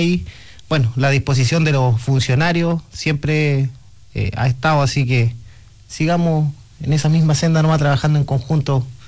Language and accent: Spanish; Puerto Murta, Aysén, Chile; yo soy del campo, yo soy de Murta, y después viví unos años en el Richard